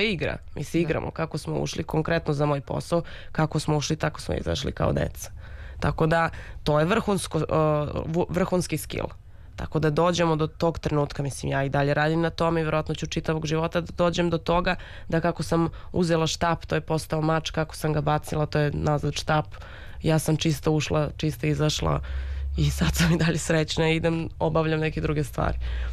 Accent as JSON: {"language": "Serbian", "country": "Serbia", "said": "Mi kao Srbi teško biramo da budemo srećni."}